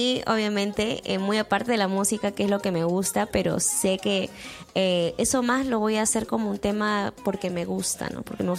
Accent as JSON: {"language": "Spanish", "region": "northern Peru", "country": "Peru", "said": "yo como buena norteña"}